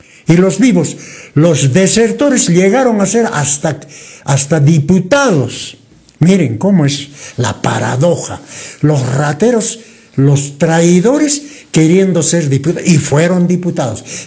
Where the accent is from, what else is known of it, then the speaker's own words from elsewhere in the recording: Peru; los peruanos, los que amamos la patria